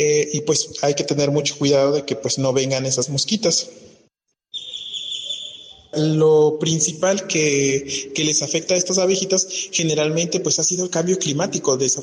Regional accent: Cuetzalan del Progreso, Puebla, Mexico; born or raised there

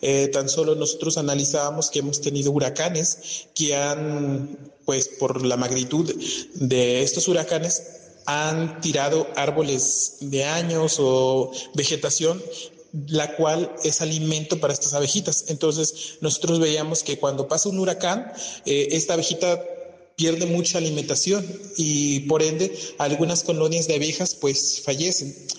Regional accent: Cuetzalan del Progreso, Puebla, Mexico; born or raised there

